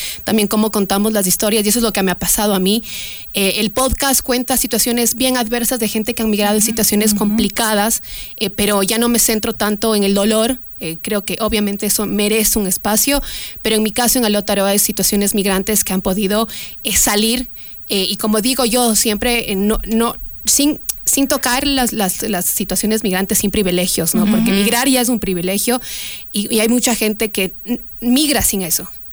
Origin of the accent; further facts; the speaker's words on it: Ecuador; now in New Zealand; que valoremos como ecuatorianos